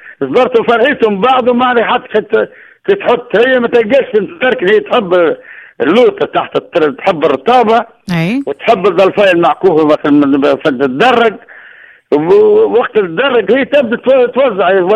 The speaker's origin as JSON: {"language": "Arabic", "region": "Kairouan Governorate", "country": "Tunisia", "said": "الفلاح نتاعنا نتاع القروان ولايه القروان"}